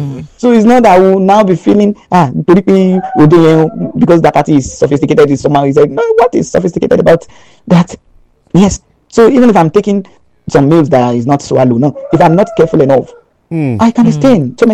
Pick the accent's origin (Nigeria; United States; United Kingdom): Nigeria; Melaro, Ogun; Good morning to you all. … from Melaro, Ogun State.